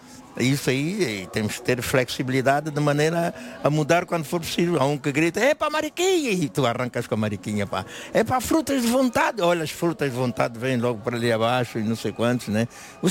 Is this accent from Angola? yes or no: yes; Angola; Não, representar a minha terra específica, Angola, do meu coração, né? Mas foi mais profundo, depois veio a África, do meu coração.